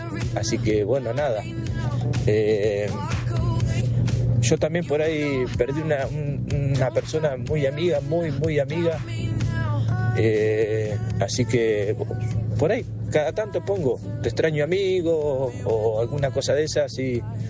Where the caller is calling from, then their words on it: Bahía Blanca, Buenos Aires Province, Argentina; de Bahía Blanca. Un abrazo para todos.